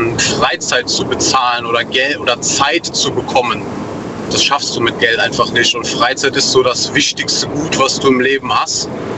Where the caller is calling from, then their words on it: North Rhine-Westphalia, Germany; Aus der Eifel, NRW.